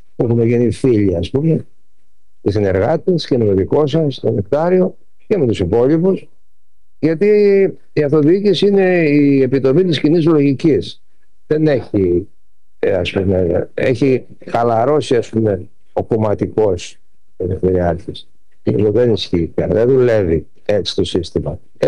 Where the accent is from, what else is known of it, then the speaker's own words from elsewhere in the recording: Patras, Western Greece, Greece; moved away as an adult; now in Larissa, Greece; χαίρομαι πολύ που είμαι στην πατρίδα μου, εδώ. Έχω φύγει 41 χρόνια